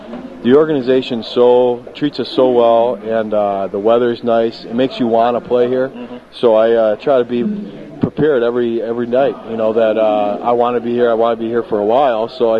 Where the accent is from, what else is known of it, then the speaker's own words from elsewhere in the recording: Detroit, Michigan, United States; also born or lived in Chicago / Massachusetts / Buffalo; I grew up in, I was born in Chicago, grew up in Detroit, Massachusetts, and Buffalo, and then I went to college at the University of Connecticut.